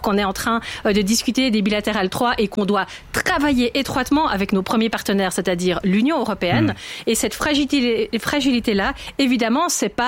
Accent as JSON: {"language": "French", "region": "Geneva", "country": "Switzerland", "said": "je suis genevoise, ville et canton cosmopolite"}